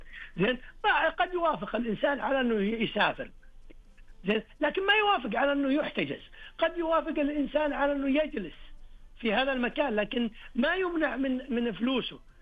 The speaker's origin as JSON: {"language": "Arabic", "country": "Saudi Arabia", "said": "الطفل عندنا في المملكة العربية السعودية حتى يبلغ 18 من عمره."}